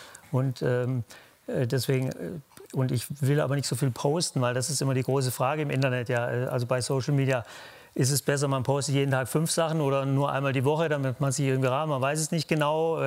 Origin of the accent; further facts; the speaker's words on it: Baden-Württemberg, Germany; Nee, da bin ich Schwabe.